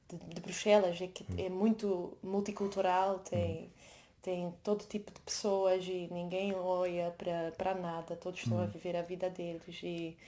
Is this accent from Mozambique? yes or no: yes; Mozambique; accent: Mozambican; acham que eu sou portuguesa. Eu acho que como eu tenho essa mistura de sotaque moçambicano, e eu não. O meu português é longe de ser perfeito, né?